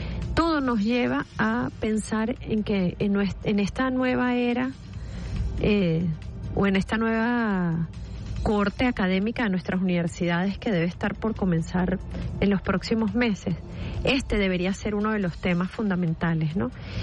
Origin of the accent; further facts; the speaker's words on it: Venezuela; Es parte del llamado que tenemos como venezolanos